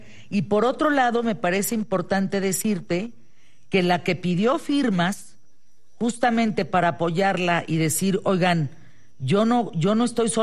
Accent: Chihuahua, Mexico; moved away; nos escriben de Chihuahua, de allá de mi tierra.

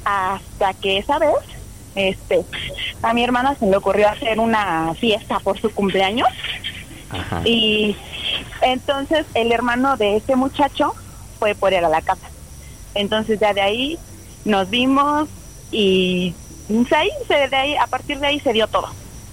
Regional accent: State of Mexico, Mexico; Tengo 33 años y soy del Estado de México.

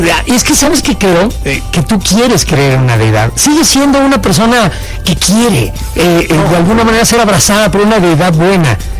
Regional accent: Coyoacán, Mexico City, Mexico; Coyoacán, el sur de la ciudad, el Pedregal, de donde soy, tiene un olor característico, sobre todo cuando llueve.

